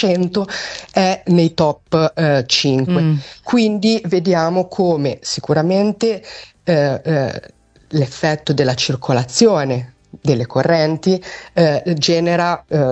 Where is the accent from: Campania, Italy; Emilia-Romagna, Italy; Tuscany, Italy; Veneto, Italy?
Emilia-Romagna, Italy; Io sono romagnola